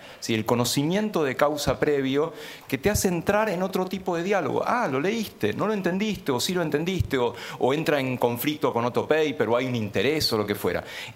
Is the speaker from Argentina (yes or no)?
yes; Argentina; Yo vengo de Argentina